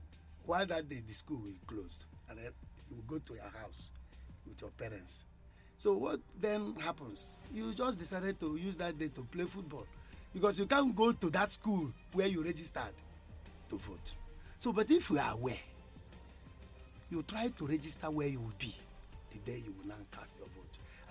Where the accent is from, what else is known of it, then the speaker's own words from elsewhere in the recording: Enugu, Enugu State, Nigeria; I'm from Enugu here, and I'm from Southeast, I'm an Igbo man